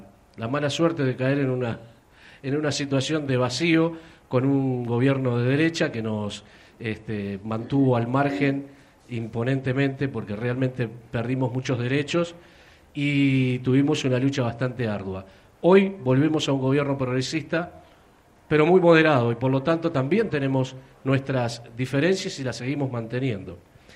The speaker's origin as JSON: {"language": "Spanish", "country": "Uruguay", "said": "vengo en representación de la Red de Radios Comunitarias del Uruguay, que ya venimos trabajando hace 18 años allá en nuestro país."}